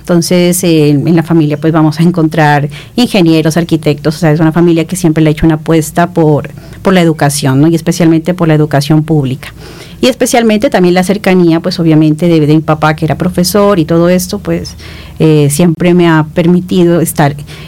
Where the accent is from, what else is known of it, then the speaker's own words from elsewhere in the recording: Pasto, Nariño, Colombia; yo soy nacida en la ciudad de Pasto, ahí crecí en un barrio que se llamaba el Barrio Obrero. Toda mi familia creció y hizo su familia en ese mismo barrio … especialmente.